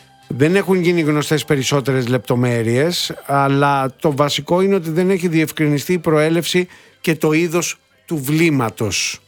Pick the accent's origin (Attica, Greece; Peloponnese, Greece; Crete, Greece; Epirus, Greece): Peloponnese, Greece; Mystras; έχει και το όνομα εκεί του Mistra κάτω στα μέρη μου.